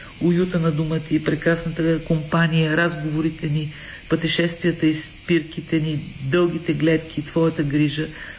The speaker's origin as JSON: {"language": "Bulgarian", "town": "Lom", "region": "Montana Province", "country": "Bulgaria", "tie": "born or raised there", "moved": "yes", "said": "родния ми град Лом"}